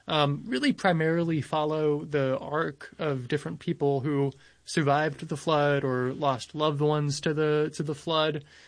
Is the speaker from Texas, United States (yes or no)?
yes; San Antonio, Texas, United States; and I'm originally from San Antonio. I'm familiar with Kerrville and Kerr County and, of course, the Guadalupe River.